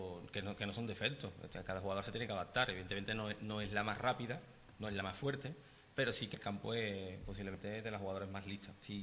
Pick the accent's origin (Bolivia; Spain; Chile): Spain; Cádiz, Andalusia; born there; moved away as an adult; now in Sanlúcar de Barrameda, Spain; Yo soy de Cádiz, de Antonio López.